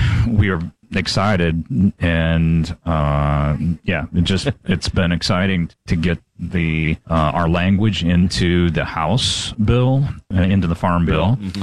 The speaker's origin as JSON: {"language": "English", "region": "Ohio", "country": "United States", "said": "I come from North Central Ohio."}